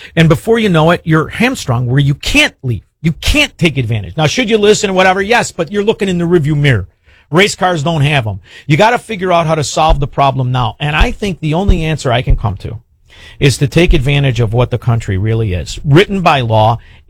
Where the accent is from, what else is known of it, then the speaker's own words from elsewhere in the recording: Chicago, Illinois, United States; We're from Chicago that celebrated stealing the presidential election since 1960.